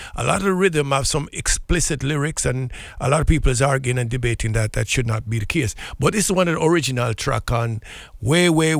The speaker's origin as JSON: {"language": "English", "country": "Jamaica"}